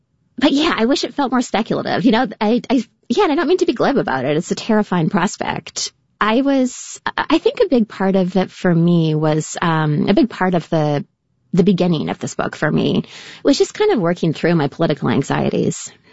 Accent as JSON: {"language": "English", "country": "Canada", "said": "I'm from Canada and I'm trained in contemporary dance and I don't have a high school diploma."}